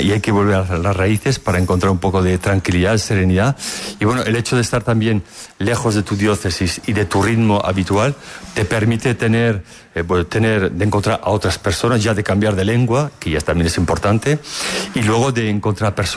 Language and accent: Spanish; Navarre, Spain; moved away as an adult; now in Corsica, France; Yo soy nacido aquí y yo vivo en Francia.